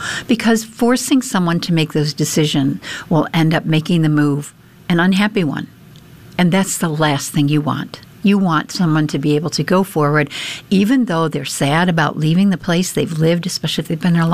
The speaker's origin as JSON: {"language": "English", "country": "Ireland", "said": "Well, I think, I'm Irish, and, you know, we're connected in so many ways, mind, body, and soul."}